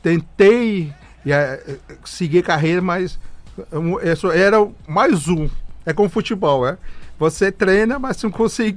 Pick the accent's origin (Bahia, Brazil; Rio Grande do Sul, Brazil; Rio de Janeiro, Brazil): Rio de Janeiro, Brazil; eu sou carioca, nasci na maternidade da Lagoa, e essa maternidade fica 5 minutos do Flamengo.